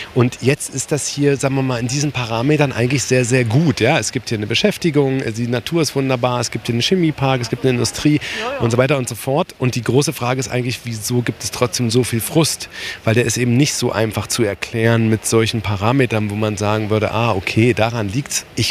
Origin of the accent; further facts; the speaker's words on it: Saxony-Anhalt, Germany; born there; Also ich bin auch im Bezirk Magdeburg geboren und habe auch einen Bezug zu Sachsen-Anhalt.